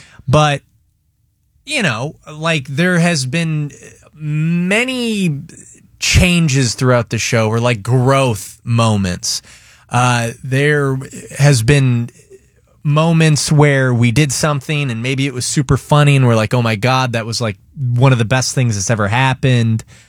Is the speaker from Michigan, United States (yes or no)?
yes; Michigan, United States; moved away as an adult; also born or lived in Chicago / Detroit; I'll never forget getting the call when we lived in Detroit, Michigan. I met Jed in high school, by the way, so we grew up in Michigan.